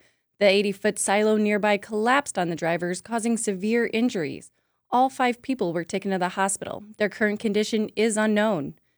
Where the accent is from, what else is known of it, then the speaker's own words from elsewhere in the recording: Kewaunee, Wisconsin, United States; It's 2 hours. I'm from Kewaunee, so Algoma's in Kewaunee.